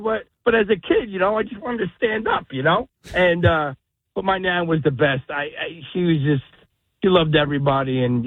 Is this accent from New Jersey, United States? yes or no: yes; New Jersey, United States; So growing up, where I grew up in Lodi, Jersey City, and Elizabeth, we all went to the aunts and uncles on the Polish side.